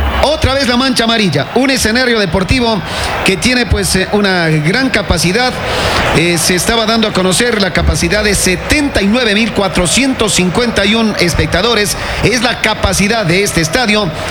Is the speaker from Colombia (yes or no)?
no; Ecuador; Somos ecuatorianos